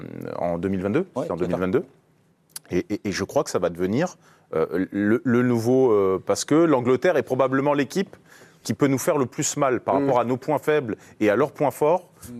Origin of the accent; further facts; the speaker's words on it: France; En tant que Français, on se sent fier.